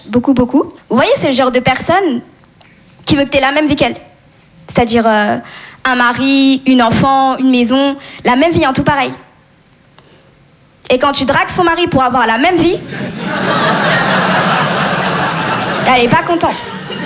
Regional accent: Comoros; Je suis comorienne, mauresse malgache. C'est des îles dans l'océan Indien.

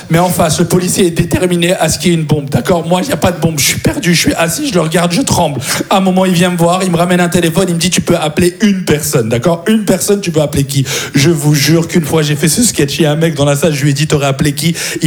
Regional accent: France; je lui dis, je suis français.

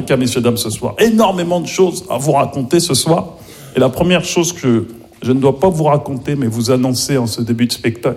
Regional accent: Maisons-Alfort, Île-de-France, France; Non, c'est pas facile parce que j'ai grandi à Maisons-Alfort en plus, tu vois, dans le 9-4, tu vois, j'ai grandi.

